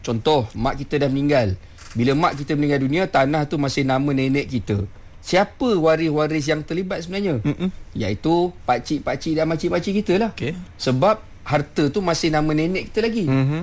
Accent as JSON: {"language": "Malay", "town": "Selayang", "region": "Selangor", "country": "Malaysia", "said": "Bila saya balik Selangor balik, contoh balik Selayang ke apa"}